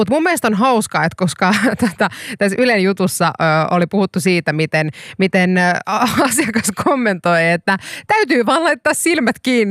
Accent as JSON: {"language": "Finnish", "town": "Kuopio", "region": "North Savo", "country": "Finland", "tie": "born or raised there", "said": "Ja halvimpia sitten taas Kuopiossa. Meikäläisen rakkailla kotikonnuilla."}